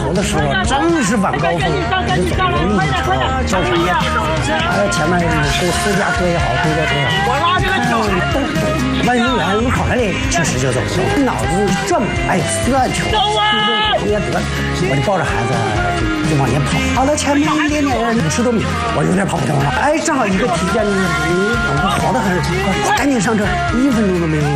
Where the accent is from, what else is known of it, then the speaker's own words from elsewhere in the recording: Liaoning, China; 我是辽宁人